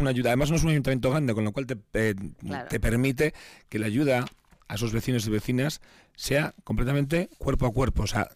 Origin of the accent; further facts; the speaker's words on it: Basque Country, Spain; somos vascos